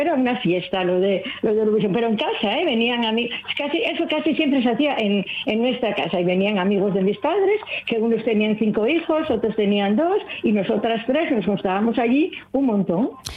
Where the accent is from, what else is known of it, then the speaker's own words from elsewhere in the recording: Pravia, Asturias, Spain; Nosotros, por ejemplo, yo soy de Pravia. Allí en Pravia, de Pravia, éramos solamente tres familias.